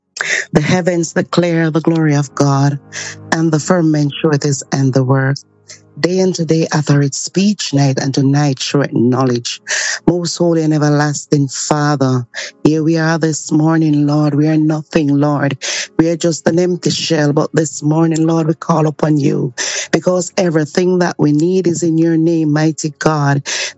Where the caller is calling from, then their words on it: Hanover, Jamaica; I'm from Jamaica in Hanover.